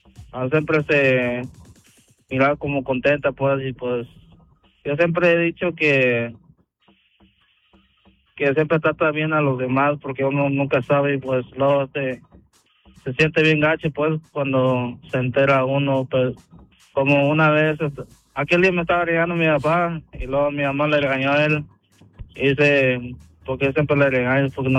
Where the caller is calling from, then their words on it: Fremont, Nebraska, United States; yo soy de Fremont para Elkhorn